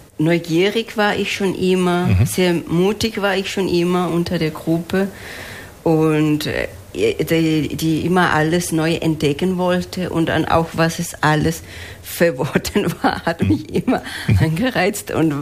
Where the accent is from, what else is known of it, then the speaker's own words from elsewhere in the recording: Huaraz, Ancash, Peru; German is a second language; moved away as an adult; now in Karlsruhe, Germany; Kindergarten war im Dorf, wo ich aufgewachsen bin. Mhm. Dann kam die Schule, diese 5.000er, mhm, 6.000er, mhm, in den Anden.